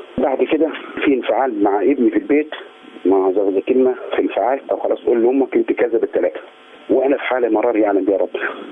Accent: Asyut, Asyut Governorate, Egypt; السلام عليكم، أنا من أسيوط،

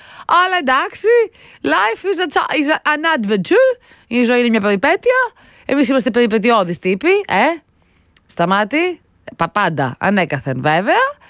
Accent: Athens, Attica, Greece; Εδώ είναι ο τόπος μου, η Αθήνα, αγαπημένο μέρος

